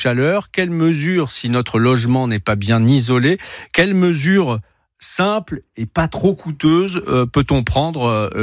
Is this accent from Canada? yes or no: no; France